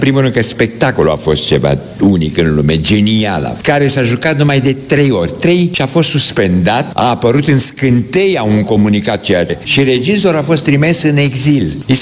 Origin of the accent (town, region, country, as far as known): Romania